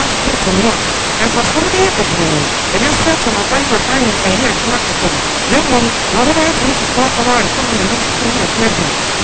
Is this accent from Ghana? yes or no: yes; Ghana; I was from Ghana